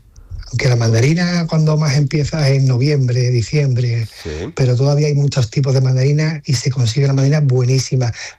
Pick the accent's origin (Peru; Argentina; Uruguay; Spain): Spain; Marbella, Andalusia; yo soy de Alhambra Grande, con mucho cariño y mucho respeto, pero yo me he criado en Marbella